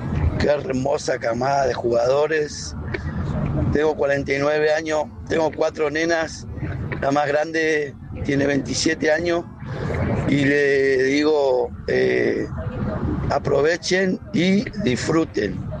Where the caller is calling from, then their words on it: Corrientes, Argentina; de Boya Corriente